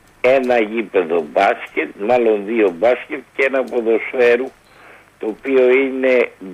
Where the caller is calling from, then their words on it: Nea Irakleio, Attica, Greece; από το Νέο Ηράκλειο.